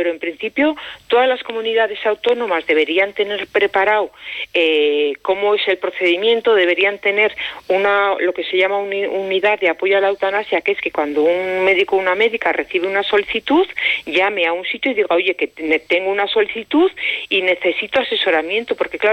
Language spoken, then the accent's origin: Spanish; Navarre, Spain; yo soy de Navarra.